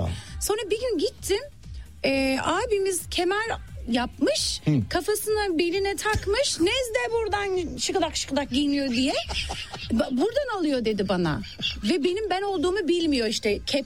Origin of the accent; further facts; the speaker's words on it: London, United Kingdom; Halk evlerinde büyüdüm Londra'da.